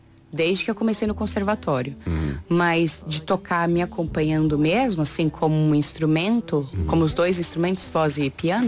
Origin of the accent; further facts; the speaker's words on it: São Martinho, Madeira, Portugal; Eu cheguei aqui quarta passada, aí eu fiz o festival na minha terra, Diversidade Cultural, pela TV, na minha terra TV.